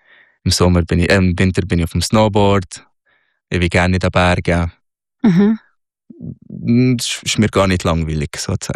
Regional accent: Egypt; German is a second language; now in Switzerland; Ja, natürlich. Natürlich, das ist mein Heimatland. Aber mittlerweile kann ich wie mit dem leben.

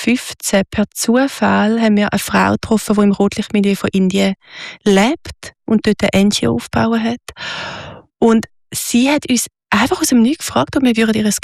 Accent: Switzerland; moved away; Wo wir hingehen, werden wir geliebt als Schweizer. Nur schon mit unserer weißen Haut werden wir überall geliebt.

